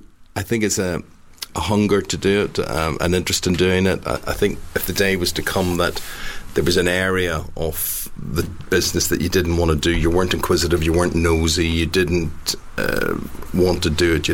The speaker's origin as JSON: {"language": "English", "region": "Northern Ireland", "country": "United Kingdom", "tie": "born or raised there", "said": "I grew up in the Troubles in Northern Ireland"}